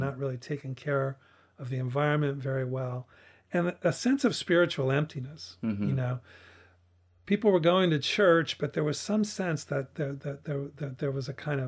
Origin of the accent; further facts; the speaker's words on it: California, United States; Anyway, growing up in the East Bay and you're seeing the counterculture and the Black Panther Party and campus activism